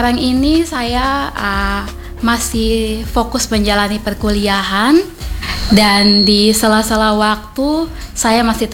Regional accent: Alor, East Nusa Tenggara, Indonesia; moved away as an adult; now in Kupang, Indonesia; Saya aslinya dari Alor.

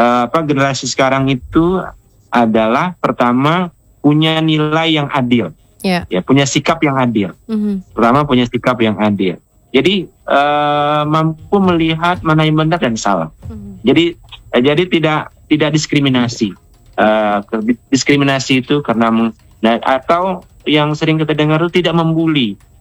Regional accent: Lampung, Indonesia; bahwa kita orang Lampung

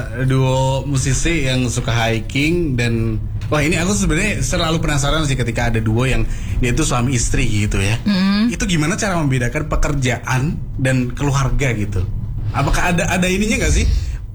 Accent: Yogyakarta, Special Region of Yogyakarta, Indonesia; Orang Jogja aku

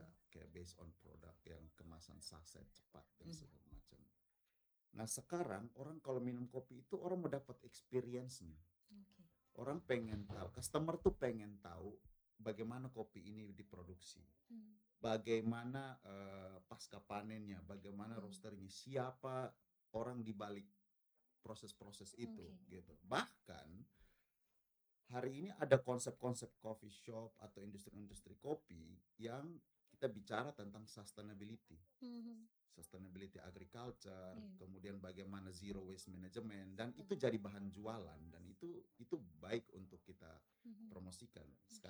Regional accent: Bajawa, East Nusa Tenggara, Indonesia; Oke, karena saya asli Bajawa.

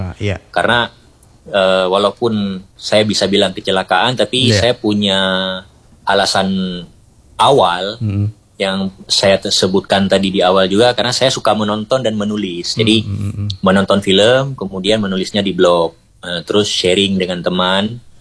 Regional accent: Aceh, Indonesia

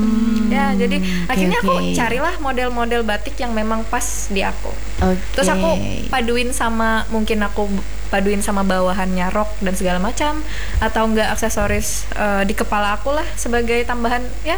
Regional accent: Central Kalimantan, Indonesia; now in Palangka Raya, Indonesia; Kabupaten Murung Raya.

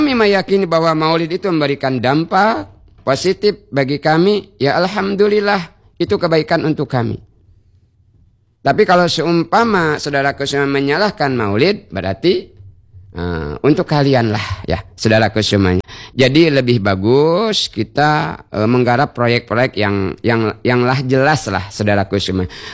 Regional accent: Bangka Belitung Islands, Indonesia; selalu kita cerudiin kata kita orang Bangka, saudaraku semuanya.

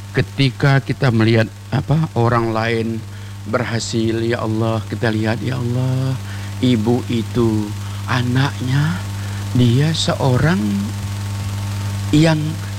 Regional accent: Bangka Belitung Islands, Indonesia; kami juga orang Bangka, masih jauh, tapi kita senang melihat

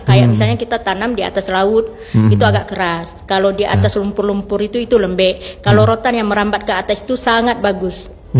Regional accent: Aceh, Indonesia; Ada produk unggulnya di daerah kita Aceh, ada produk unggulnya itu tudung saji.

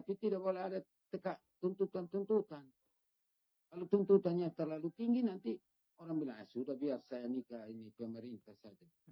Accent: East Nusa Tenggara, Indonesia; kalau tradisi saya kan orang Hamanuban, jadi saya tidak boleh minta adat lebih dari istri saya.

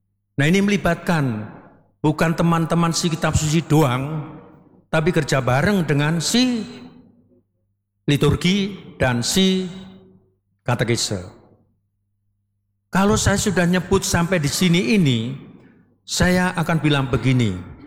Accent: Bogor, West Java, Indonesia; kita sebagai orang Bogor

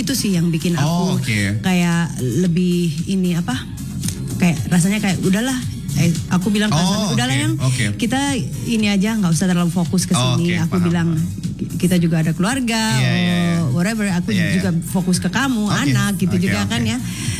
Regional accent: Batu, East Java, Indonesia; Dan tentunya keluarga aku juga semuanya di kampung halaman aku di Batu.

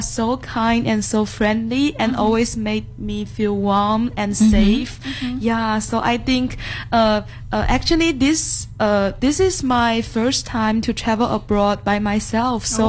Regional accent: Guangzhou, Guangdong, China; English is a second language; moved away as an adult; now in Indonesia; Oh, I'm from Guangzhou.

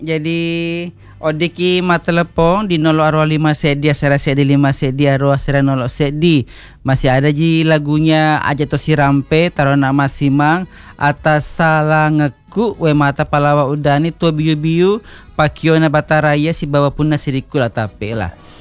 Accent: Bone, South Sulawesi, Indonesia; Jadi sebenarnya kita sebagai orang Bone patut berbangga

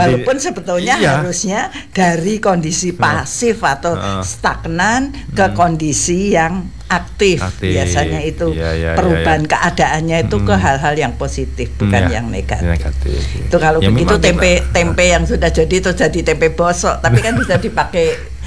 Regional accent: Java, Indonesia; saya bangga sebagai orang Jawa.

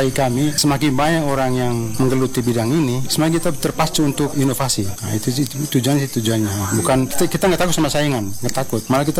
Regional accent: Makassar, South Sulawesi, Indonesia; moved away as an adult; now in Malinau, Indonesia; Saya dari Makassar.

